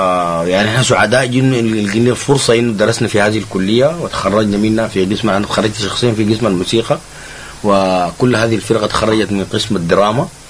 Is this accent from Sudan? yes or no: yes; Sudan; عندنا في السودان يسميها النقارة،